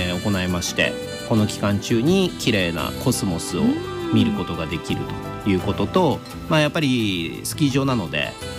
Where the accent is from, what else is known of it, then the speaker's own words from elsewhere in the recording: Toyama, Japan; 私の出身地でございます富山県でのイベント情報などご紹介していきたいと思います